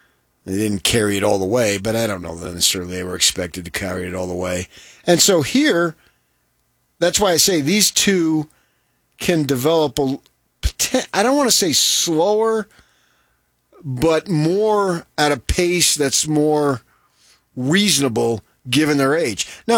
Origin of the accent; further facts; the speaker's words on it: Northeast, United States; No, I'm from the Northeast, and I'm freaking downright darn proud of it.